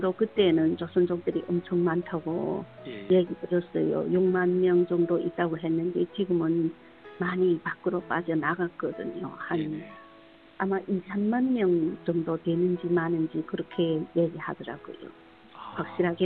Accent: China; 네 우리가 조선족으로서 우리 말 우리 글을 사랑하고 정말 조선족으로서의 근지감을 갖고 뜨뜻하게 이 사회에서 예, 활약하는

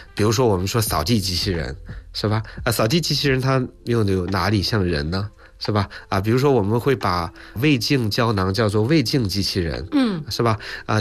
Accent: China; 我们中国人

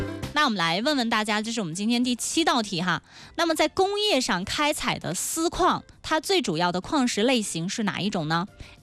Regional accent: Qinghai, China

